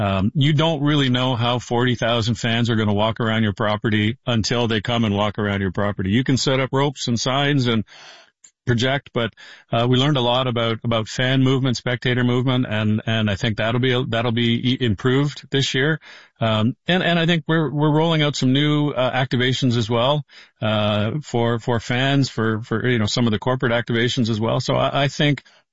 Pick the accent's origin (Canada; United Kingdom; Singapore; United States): Canada; And I'm at heart, I'm a Canadian golf fan and anyone with wearing a maple leaf, I'll be pulling for them.